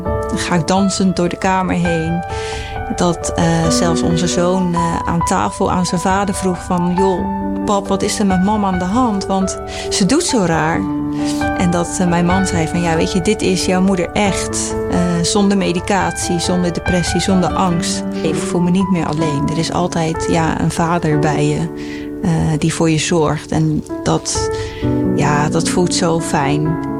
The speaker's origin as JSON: {"language": "Dutch", "town": "Ridderkerk", "region": "South Holland", "country": "Netherlands", "said": "38 jaar en ik kom uit de Ridderkerk."}